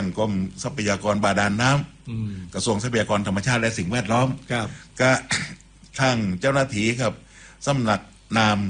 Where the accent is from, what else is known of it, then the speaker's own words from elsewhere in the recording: Surat Thani, Thailand; เราซึ่งเป็นคนสุราษฎร์